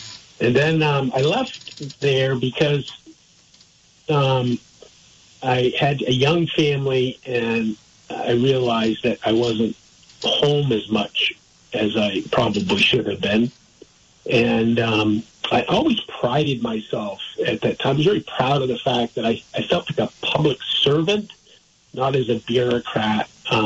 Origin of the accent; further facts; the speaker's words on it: Vermont, United States; also born or lived in Massachusetts; When I grew up in Vermont, I wanted to go to college in Vermont